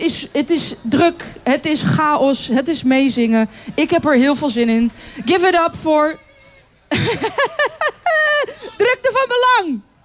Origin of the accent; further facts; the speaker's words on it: Haarlem, North Holland, Netherlands; geboren en getogen in Haarlem.